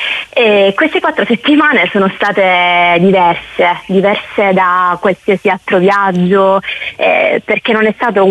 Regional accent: Catania, Sicily, Italy; born there; ho 25 anni e sono nata a Catania.

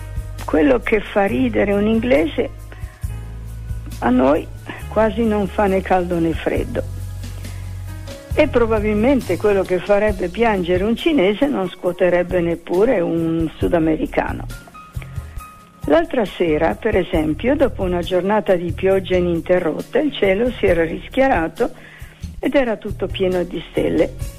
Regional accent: Trentino-Alto Adige, Italy; però al mio paese dicono che se si rischiara di notte è come un asino che va di trotto. Se volete ve lo dico pure in Trentino

